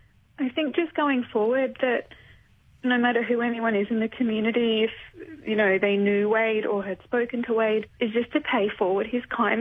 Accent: Sydney, New South Wales, Australia; moved away as an adult; now in Robertson, Australia; Growing up in Sydney and in Western Sydney

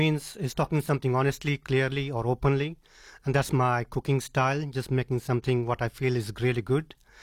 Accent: India; So I'm from India, so I try to bring the flavors, spice, and colors into my food.

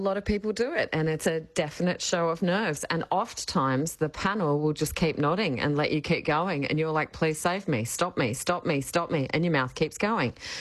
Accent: Australia; Well, it feels weird as an Australian.

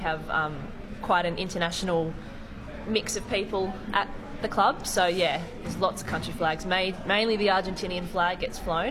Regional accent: Sydney, New South Wales, Australia; moved away as an adult; I grew up in Sydney and played football my whole life and then moved down here in 2023 and joined in 2024.

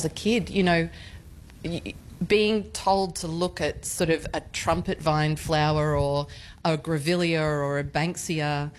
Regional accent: Gold Coast, Queensland, Australia; I grew up on the Gold Coast, and that love that I feel for how extraordinary that hinterland environment is

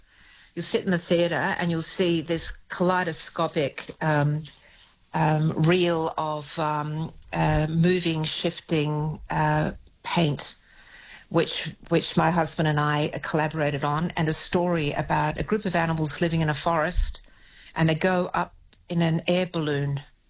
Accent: Canberra, Australian Capital Territory, Australia; But, you know, when I was growing up in Canberra, it was in undisturbed land, so it was purple. So for me, it represents my upbringing, my time growing up in Canberra in the 60s and 70s.

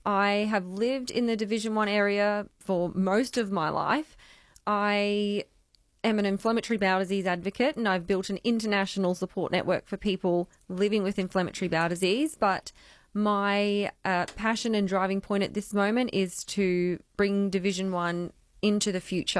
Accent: Queensland, Australia; So I grew up on Harvey's Range Road, so quite rural, and had all the challenges of getting to school and, you know, living that rural life. I also lived out in Tamala on a prawn farm.

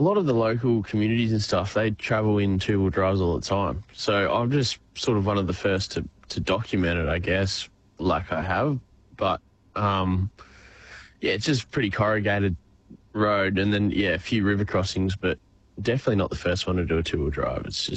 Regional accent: Warragul, Victoria, Australia; Oh, I'm from Warragul mostly, yeah.

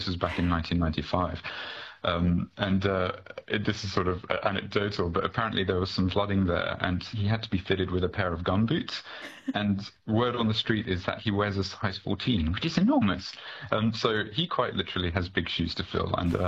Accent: Malaysia; For me, I'm originally from Malaysia, which is it was colonized by the Brits

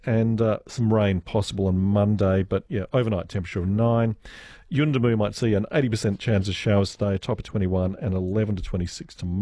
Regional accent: Western Australia, Australia; moved away; I'm from Western Australia. We don't do those things like that. We just mine iron ore.

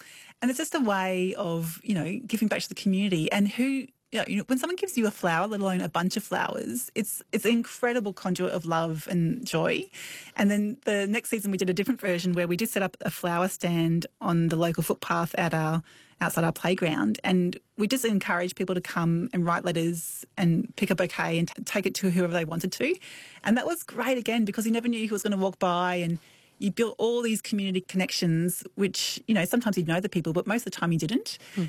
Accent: Brisbane, Queensland, Australia; because I grew up in Brisbane, and when I go back there

